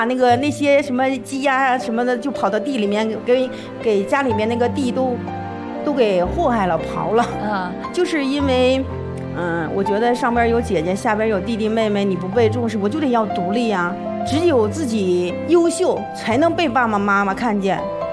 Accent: Liaoning, China; 我出生在一个辽宁的偏远的一个特别穷的山村里面

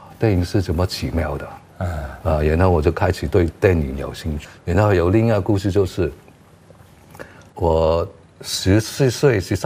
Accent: China; 但是最终我会回来拍戏，就因为我是中国人的。

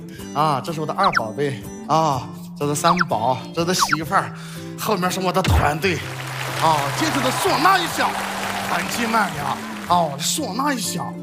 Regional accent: Xinzhou, Shanxi, China; 我来自山西省忻州市五台县。

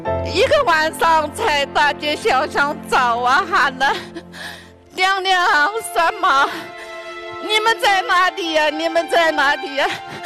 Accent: Poyang, Jiangxi, China; 我来自江西鄱阳，我今年57岁

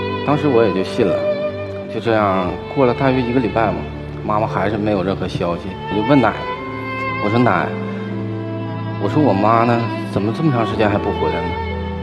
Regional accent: Qiqihar, Heilongjiang, China; 我是黑龙江省齐齐哈尔市人

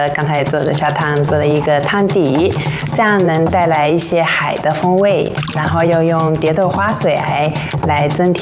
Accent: Italy; 我是一个在意大利出生长大的中国人

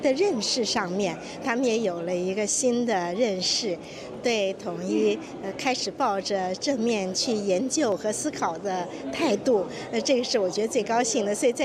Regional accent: Hong Kong; 我是来自香港的港区全国人大代表

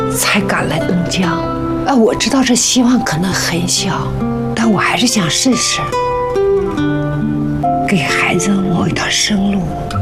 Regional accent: Guizhou, China; 我们老家贵州，医保政策要求啊，够了十八周岁就不能看儿科了，他那医保是不能报销的。

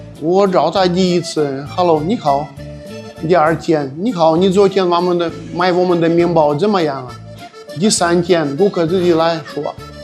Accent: Khabarovsk, Khabarovsk Krai, Russia; Chinese is a second language; now in China; 我是哈巴人，哈巴罗夫斯克，哈巴罗夫斯克是那个幅员对面的城市，也是俄罗斯的非常近的，比那个中国好近的城市。现在我们在家乡，到我的老家570公里，我可以一个半小时回俄罗斯。

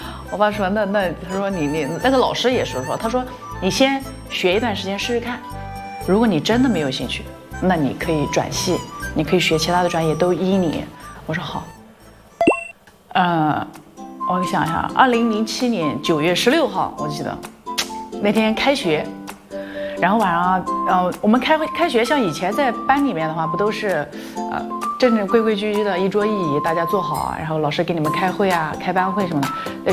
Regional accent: Lu'an, Anhui, China; 但在我们老家陆安的发音呢，五云和五银其实是一样的。

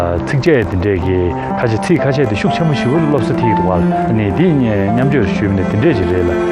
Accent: Beijing, China; 我们团队人，我来自北京，我是每个牛塘的

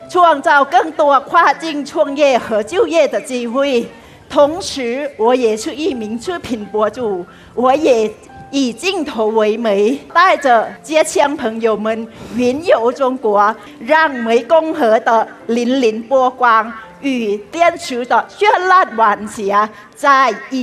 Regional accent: Thailand; Chinese is a second language; moved away as an adult; now in China; 今年是我来到中国的第五年了。

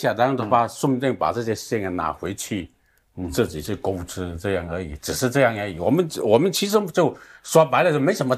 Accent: Chaozhou, Guangdong, China; 我们潮汕人就说

